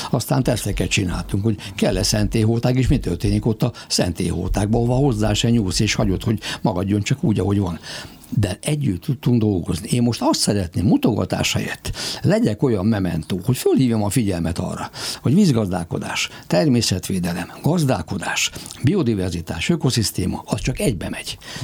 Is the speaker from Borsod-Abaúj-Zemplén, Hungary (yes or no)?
no; Ercsi, Fejér, Hungary; born there; Elcsibe születtem, a szívem csücske.